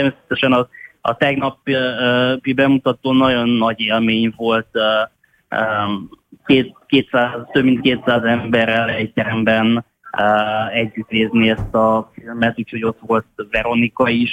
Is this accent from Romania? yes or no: yes; Transylvania, Romania; Hát nekem is egyébként a gyerekként én egy erdélyi faluban nőttem fel